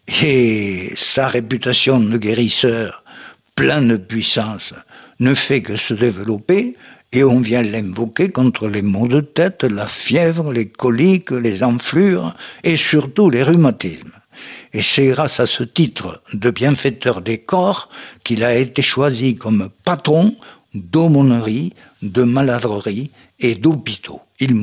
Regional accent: Occitanie, France; chez nous, dans le Languedoc

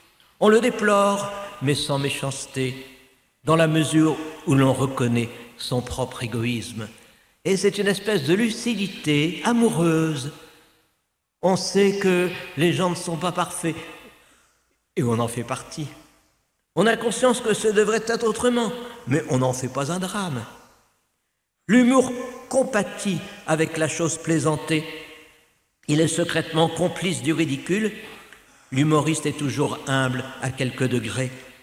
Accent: Cambrai, Hauts-de-France, France; Je viens de Cambrai

